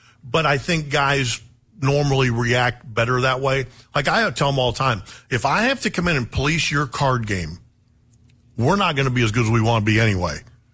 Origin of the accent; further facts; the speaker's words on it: Pennsylvania, United States; It's, you know, I grew up in Western Pennsylvania, mm-hmm. which is very Midwest.